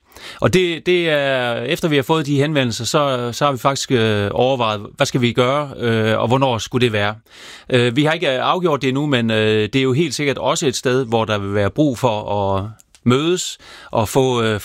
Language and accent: Danish; Region of Southern Denmark, Denmark; Nu er jeg selv fra Sønderjylland